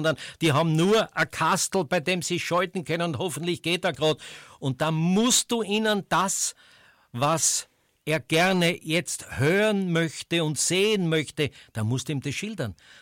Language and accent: German; Styria, Austria; Und ich war halt ein Steirer, der halt ein bisschen schert.